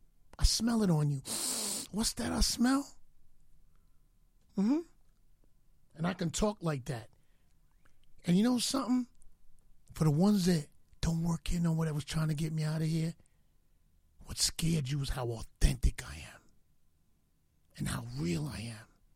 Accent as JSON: {"language": "English", "town": "New York City", "region": "New York", "country": "United States", "said": "Because I'm a New Yorker and I'm from the Bronx."}